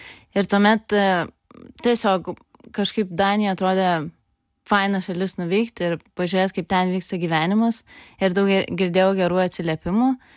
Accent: Palanga, Klaipėda County, Lithuania; moved away as an adult; also born or lived in Denmark; aš pati iš Palangos esu

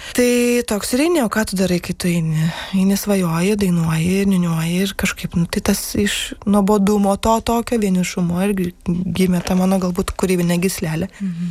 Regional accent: Samogitia, Lithuania; accent: Samogitian; Aš labai daug užaugau, aš kalbu žemaitiškai ir man Žemaitija yra, nu, toks mano dalykas labai, bet ar aš ten visą laiką buvau, ten, sakyčiau, laimingas vaikas, nu, tai tikrai ne.

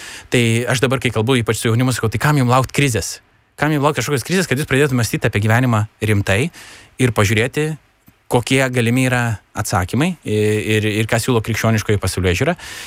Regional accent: Mažeikiai, Telšiai County, Lithuania; mes mano gimtajame mieste Mažeikiuose organizavom šeštadienio kavinę.

